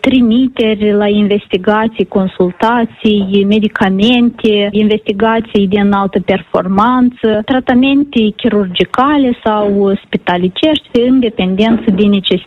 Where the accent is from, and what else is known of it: Moldova